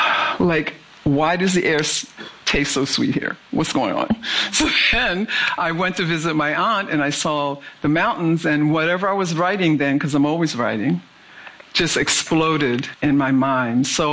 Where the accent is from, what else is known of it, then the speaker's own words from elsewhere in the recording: Philadelphia, Pennsylvania, United States; Because in where I grew up in North Philly, if you saw a tree, that was pretty amazing.